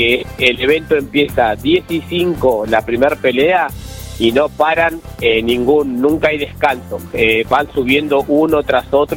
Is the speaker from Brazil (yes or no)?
no; Neuquén, Argentina; Yo soy un competidor de Neuquén